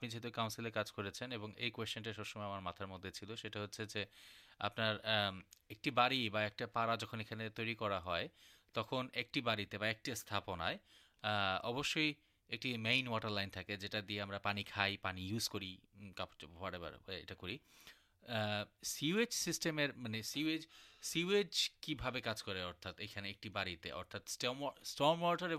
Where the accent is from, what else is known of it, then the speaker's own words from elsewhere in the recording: Dhaka, Dhaka Division, Bangladesh; আমার বেড়ে ওঠা হয়েছিল হচ্ছে বাসাবো, কমলাপুর, মায়াকানন এরিয়াগুলোতে